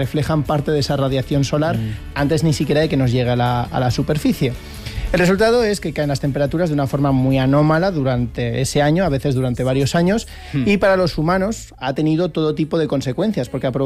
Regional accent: Zaragoza, Aragon, Spain; Mi paisana, una zaragozana, sí, lo reconozco.

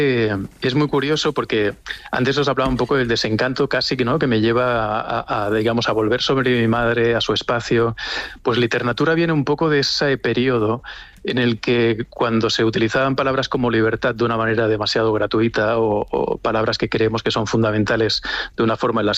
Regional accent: Extremadura, Spain

